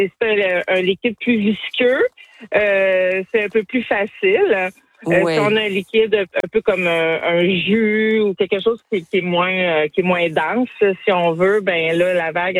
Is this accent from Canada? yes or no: yes; Quebec, Canada; c'est pas tellement loin de chez nous au Québec, là.